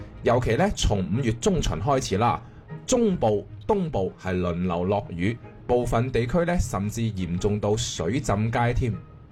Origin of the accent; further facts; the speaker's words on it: Guangdong, China; 而我们广东人更加深有体会，晾3日的衫点都干不到。